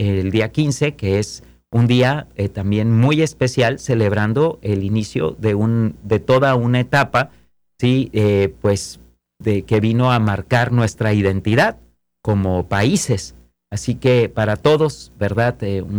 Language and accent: Spanish; Mexico; now in Valley of the Sun, Arizona, United States; para quienes somos originarios de México, quienes tenemos esa patria